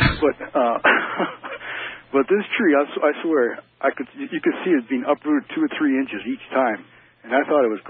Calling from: Tecopa, California, United States; I'm in Tecopa, Hot Springs.

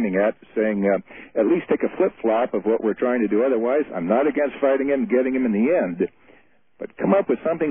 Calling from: Portland, Oregon, United States; from Portland, Oregon.

